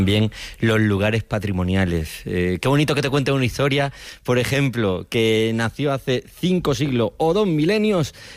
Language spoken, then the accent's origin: Spanish; Andalusia, Spain; Yo voy a entonar el mea culpa porque siendo andaluz es mi primera vez en Niebla, Manolo.